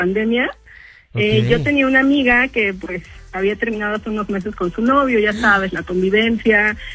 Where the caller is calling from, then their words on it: Mexico City, Mexico; Estoy en Ciudad de México